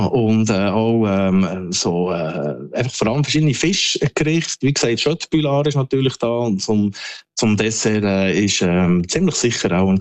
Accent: Switzerland; now in Sweden; Und genau das ist meine Hauptherausforderung für mich als Schweizer Botschafter in Schweden.

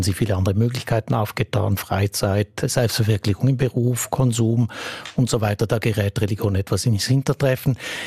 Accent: Einsiedeln, Schwyz, Switzerland; auch bei uns in Einsiedeln in der Schweiz.

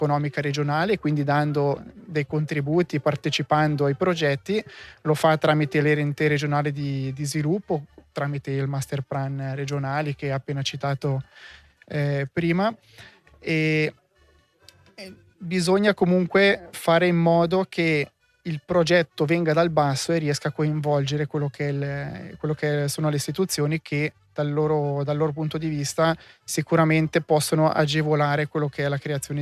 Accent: Acquarossa, Ticino, Switzerland; io sono nato e cresciuto a Ponte Valentino, ora frazione di Acquarossa, ho una cascina in montagna

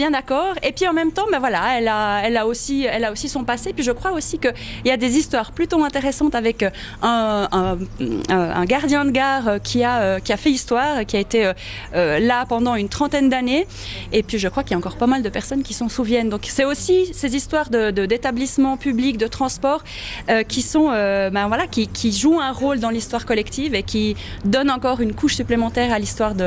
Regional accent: Ticino, Switzerland; moved away as an adult; now in Neuchâtel, Switzerland; moi j'ai fait mes écoles et je suis née au Tessin et je me suis établie à Neuchâtel dans le canton il y a une vingtaine d'années.

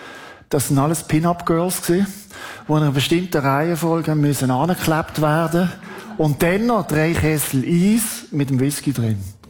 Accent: Basel, Basel-Stadt, Switzerland; Und dann, ihr gehört, ich bin in Basel aufgewachsen. Dort sind die grossen Rockshows im Jockeli-Stadion, oder?

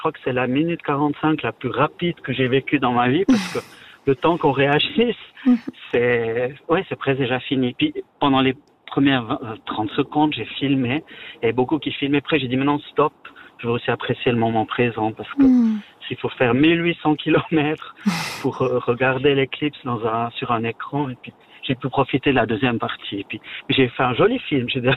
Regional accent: Valais, Switzerland; Oui, alors je vous appelle. Donc je suis valaisan, encore.

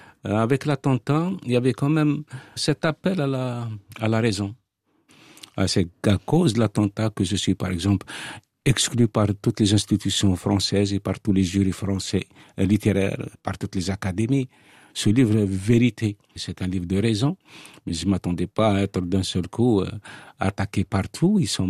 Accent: Algeria; Je suis l'enfant du joug colonial. Nous, les Algériens

